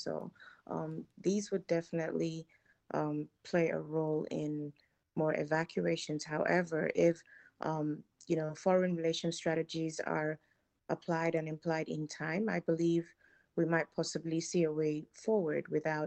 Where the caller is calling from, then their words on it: Nigeria; we're sending love from Nigeria, and hopefully everything will be okay.